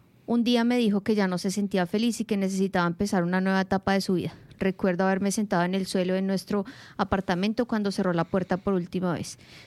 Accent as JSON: {"language": "Spanish", "town": "Medellín", "region": "Antioquia", "country": "Colombia", "moved": "yes", "lives_now": "Melbourne, Australia"}